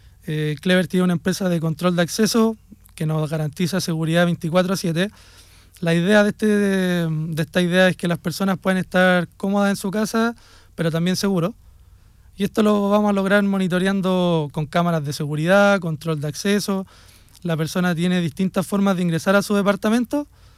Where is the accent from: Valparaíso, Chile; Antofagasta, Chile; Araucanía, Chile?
Valparaíso, Chile; Quillota; also born or lived in Viña del Mar; nacido y criado en Quillota. Personalmente yo tengo 25 años y he pasado gran parte de mi vida acá en la zona.